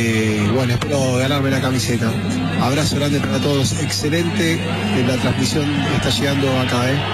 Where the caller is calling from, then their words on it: Buenos Aires, Argentina; acá desde Caballito, Capital Federal